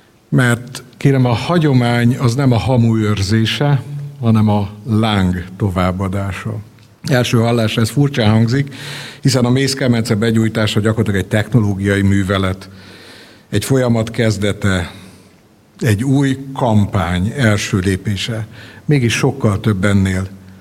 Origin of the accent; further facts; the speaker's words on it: Szerencs, Borsod-Abaúj-Zemplén, Hungary; Én szerencsi ember vagyok, szerencsről származom.